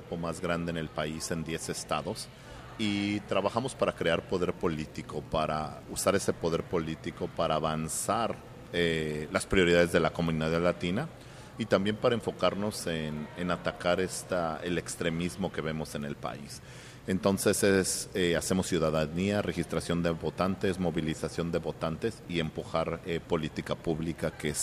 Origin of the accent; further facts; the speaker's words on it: Mexico; Por ejemplo, tú y yo somos mexicanos.